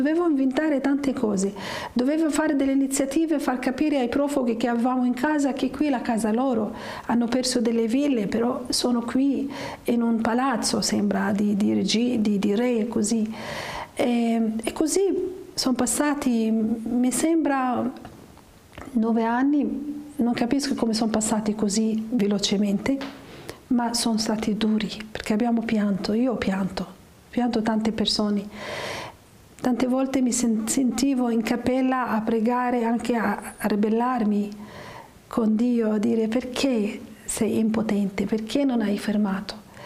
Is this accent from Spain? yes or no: no; Damascus, Damascus Governorate, Syria; moved away as an adult; Io sono nata a Damasco, ho vissuto tutta la mia infanzia, la mia giovinezza fino all'età di 18 anni.